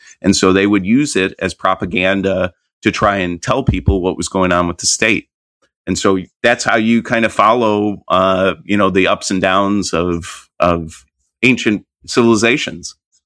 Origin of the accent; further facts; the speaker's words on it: United States; obviously I'm from America, and one of the things that I think we're coming to reckon with is that we don't know history very well here in this country.